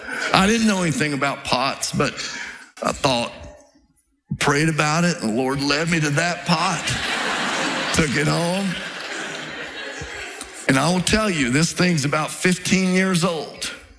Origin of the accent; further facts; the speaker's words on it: Virginia, United States; The Ramseys growing up in Virginia